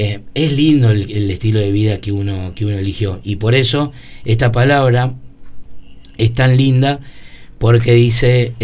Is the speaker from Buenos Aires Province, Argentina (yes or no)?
yes; General Rodríguez, Buenos Aires Province, Argentina; born there; Yo nací acá en la Clínica Centro a las 3 de la mañana, de la madrugada. O sea, soy rodriguense de hace 48 años, soy rodriguense.